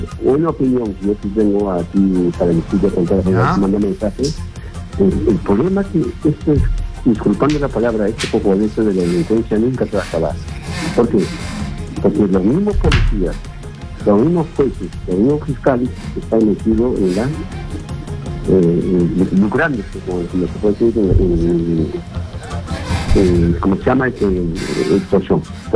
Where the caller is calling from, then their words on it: Lima, Peru; Yo vivo en Huasca.